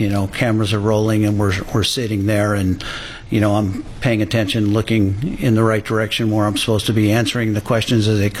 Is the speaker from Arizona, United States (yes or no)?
no; Chicago, Illinois, United States; born there; Hammond, Indiana is right next to Gary, East Chicago, where I was born in Chicago, filled with oil refineries and steel mills.